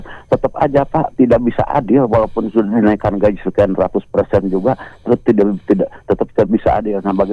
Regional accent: Bogor, West Java, Indonesia; born there; now in Garut, Indonesia; Iya Bapak saya Bogor, Ibu saya Garut, saya lahir di Bogor

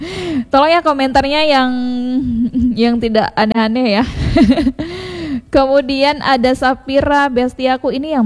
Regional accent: Pidie, Aceh, Indonesia; saya orang Pidi tapi saya gak tahu juga di mana ini.

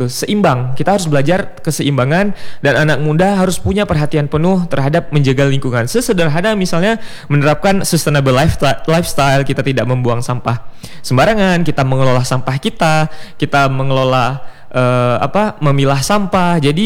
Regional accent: Cot Girik, Aceh, Indonesia; kita juga buat community empowerment di desa saya. Di Aulahop, Cot Girik, Kabupaten Aceh Utara.

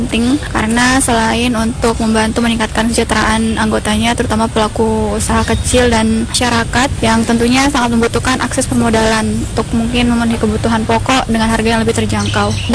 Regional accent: West Nusa Tenggara, Indonesia; saya aslinya Lombok Tengah.

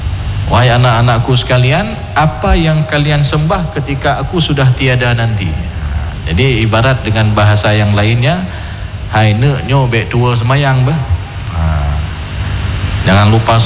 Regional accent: Aceh, Indonesia; dalam istilah kita Aceh

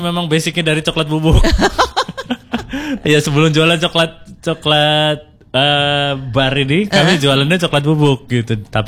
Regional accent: Java, Indonesia; now in Bangka, Indonesia; saya juga perantau sebenarnya dari Jawa.

